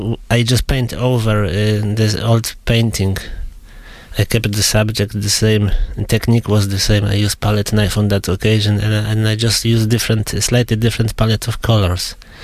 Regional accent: Rumia, Pomeranian Voivodeship, Poland; English is a second language; now in Cambridge, United Kingdom; my hometown, Lumia

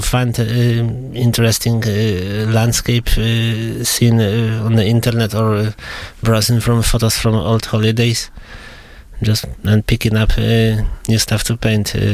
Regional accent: Rumia, Pomeranian Voivodeship, Poland; English is a second language; now in Cambridge, United Kingdom; my hometown, Lumia

